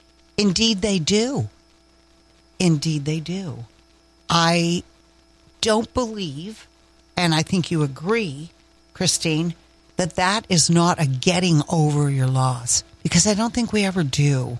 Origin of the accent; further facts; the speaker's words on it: Nova Scotia, Canada; I am a born and raised in Nova Scotian with a deep love for Newfoundlanders.